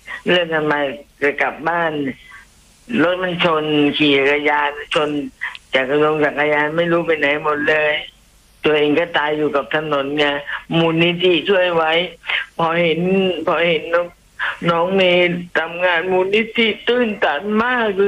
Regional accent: Nakhon Sawan, Thailand; ที่จังหวัดนครสวรรค์อำเภอเมืองตลาดปากน้ำโพค่ะ

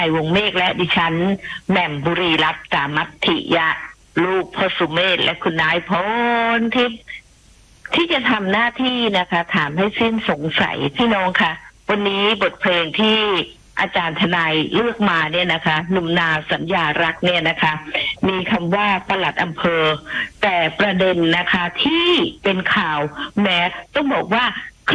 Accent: Phuket, Thailand; born there; ดิฉันเนี่ยคนภูเก็ตโดยกำเนิดนะคะ

